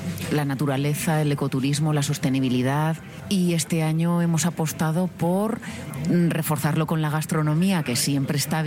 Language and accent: Spanish; Teruel, Aragon, Spain; hemos venido un equipo de aragoneses y turolenses a dar a conocer nuestra tierra.